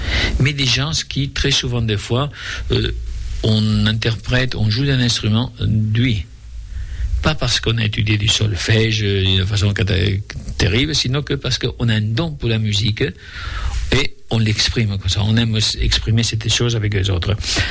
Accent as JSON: {"language": "French", "region": "Southern France", "country": "France", "said": "on peut être critiqué parce qu'on est méridional, on a un soleil magnifique qui nous pousse à faire la sieste, mais on travaille aussi."}